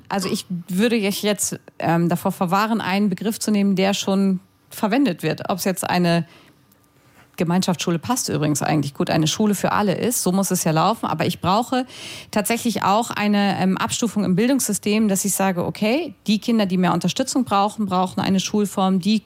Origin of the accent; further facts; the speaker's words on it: Lower Saxony, Germany; früher hieß es bei uns in Niedersachsen Orientierungsstufe, gab es das hier auch sowas, ne?